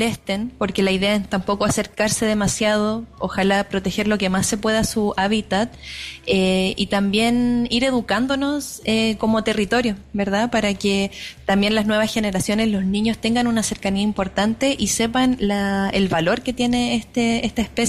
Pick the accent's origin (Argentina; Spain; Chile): Chile; Santiago, Santiago Metropolitan Region; born there; now in Panguipulli area, Chile